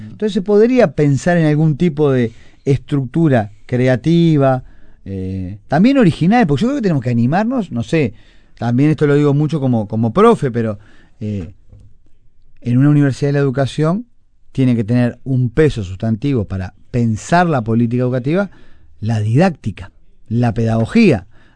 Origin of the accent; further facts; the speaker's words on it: Montevideo, Uruguay; born there; nosotros los que nacimos acá en Montevideo